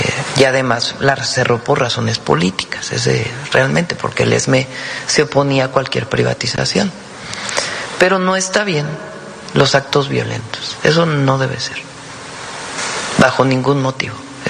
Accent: Mexico; Somos mexicanos. Soy mexicana. Soy mexicano.

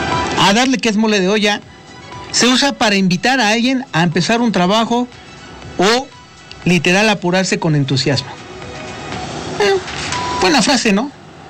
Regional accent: Mexico; somos mexicanos y nos gusta.

